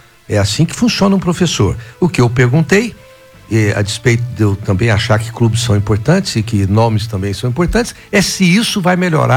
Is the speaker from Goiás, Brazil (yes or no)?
yes; Rio Verde, Goiás, Brazil; eu sou de Rio Verde, o povo de Rio Verde não pensa certo